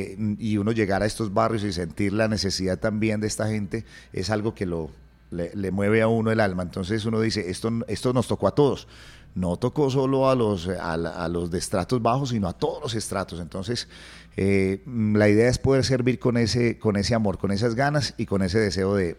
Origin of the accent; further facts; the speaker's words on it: Pereira, Risaralda, Colombia; como pereiranos, como colombianos.